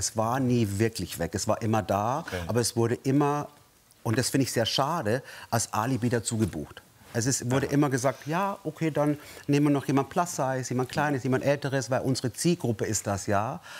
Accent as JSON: {"language": "German", "region": "Bavaria", "country": "Germany", "said": "Also, also ich komme aus Bayern"}